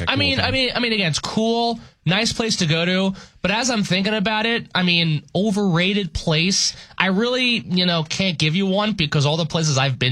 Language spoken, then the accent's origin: English; Long Island, New York, United States; born or raised there; now in North Dakota, United States